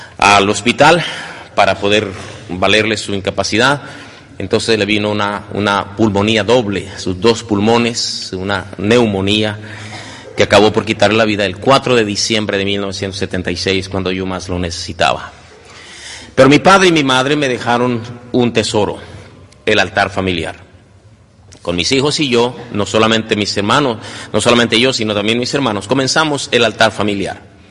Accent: Cananea, Sonora, Mexico; mi iglesia metodista libre en Cananea.

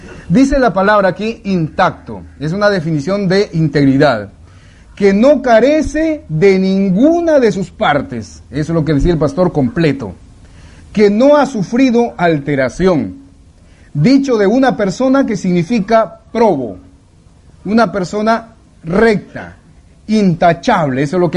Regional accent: Peru; moved away; soy peruano, espero algunas palabras, a pesar de que hablamos el castellano, espero que algunas palabras usted me pueda entender, algunas que posiblemente no sean la misma cosa

